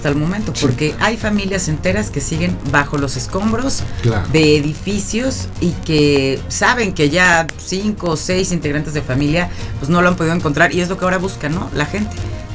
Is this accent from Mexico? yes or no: yes; Mexico; Somos los mexicanos.